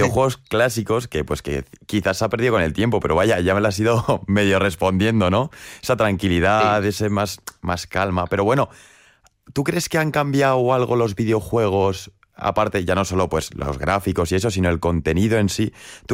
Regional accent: Logroño, La Rioja, Spain; Pues mira, yo tengo la suerte de que soy también de Logroño y encima he crecido bastante cerca de vuestro local, por lo que yo desde pequeño pues pasaba por delante

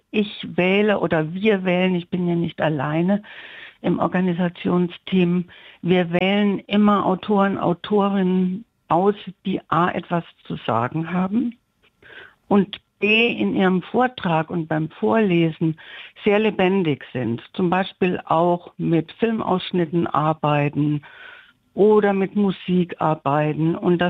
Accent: Lohr am Main, Bavaria, Germany; in meine Heimatstadt Lohr am Main holen.

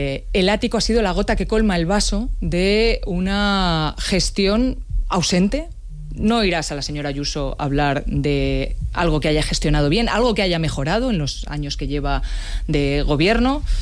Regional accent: Community of Madrid, Spain; cosa que a mí me interpela en primer orden como ministra y como madrileña.

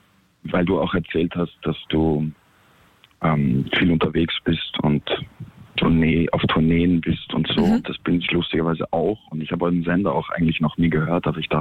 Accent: Vienna, Austria; Ich bin Österreicher. Ich bin aus Wien. Und ich bin seit 3,5 Monaten in Deutschland und spiele hier in Bad Hersfeld bei den Bad Hersfelder Festspielen.

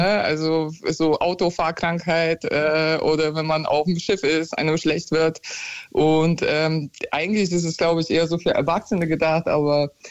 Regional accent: Hamburg, Germany; Im Radio, ich komme ja aus Hamburg, ich höre das Radio normalerweise nicht.

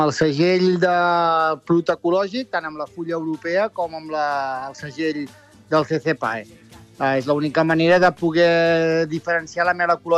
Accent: Sant Pere de Vilamajor, Catalonia, Spain; Avui aquí a Sant Pere de Vilamajor, d'on sóc jo, sóc d'aquí del Montseny

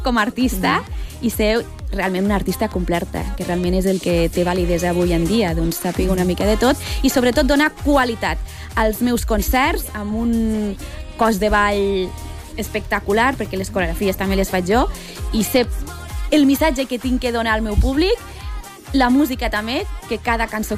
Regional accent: Catalonia, Spain; el meu cor és català, doncs perquè sóc catalana i jo també somio en català, la veritat.

